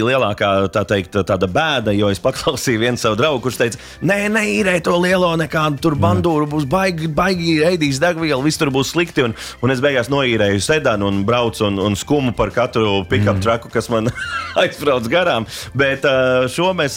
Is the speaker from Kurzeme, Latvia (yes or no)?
no; Vidzeme, Latvia; viss video ir savukārt filmēts manā dzimtajā pusē, jo tur ir gan kadri gan no Raiskuma, gan arī no Straupes un tam līdzīgi, tā kā visur ir, tur ir mana dzimtā puse.